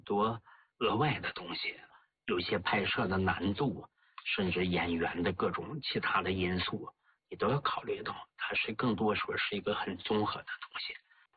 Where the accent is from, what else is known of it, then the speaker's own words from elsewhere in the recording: Heilongjiang, China; 就因为我本身是黑龙江人嘛，小时候文目睹，我对那块土地特别熟悉嘛。